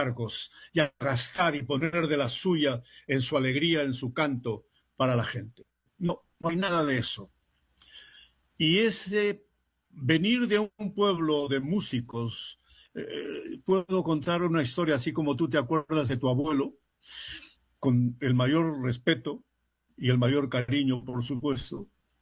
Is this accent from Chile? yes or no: no; Puquio, Ayacucho, Peru; Los puquianos celebramos a nuestra tierra